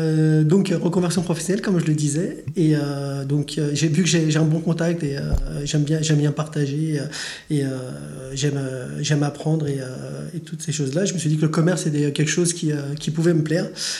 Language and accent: French; Île-de-France, France; Donc moi, je suis originaire de l'Île-de-France.